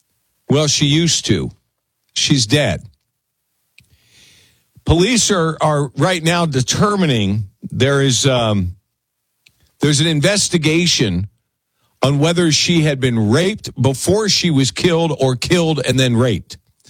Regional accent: Edina, Minnesota, United States; moved away; I grew up in Edina. Edina is a very affluent suburb of Minneapolis.

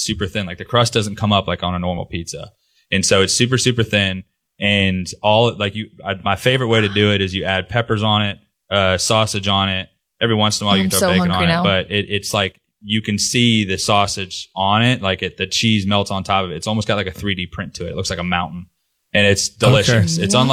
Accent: Atlanta, Georgia, United States; so my family is, I'm from Atlanta.

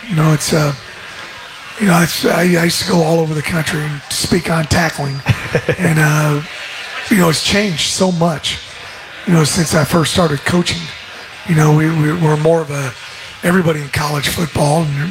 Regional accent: Kansas City, United States; I'm from Kansas City, so I kind of know a little bit about these places.

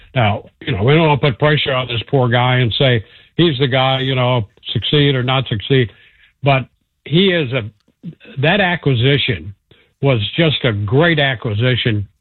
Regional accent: Midwest, United States; I go all the way back to the 60s. You know, I grew up in the Midwest.

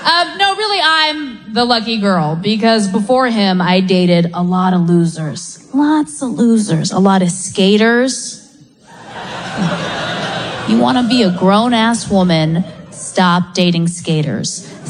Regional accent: Boca Raton, Florida, United States; I'm from Boca Raton, Florida, originally.

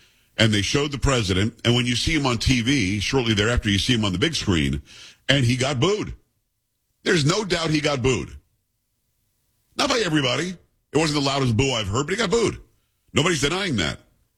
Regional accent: New York, United States; I'm from Metro New York originally. I love New York.

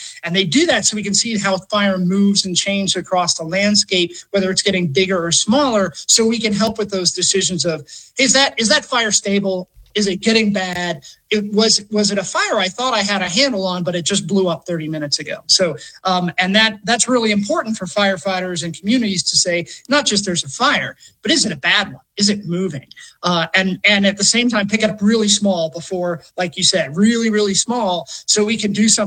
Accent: Gulf Coast, United States; I grew up in the Gulf Coast. So I grew up with hurricanes

